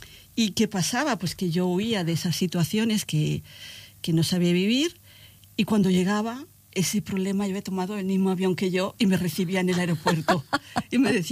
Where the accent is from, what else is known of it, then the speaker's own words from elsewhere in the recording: Madrid, Community of Madrid, Spain; born there; Sí, bueno, yo nací en Madrid, pero la verdad es que podía haber nacido en cualquier otra parte.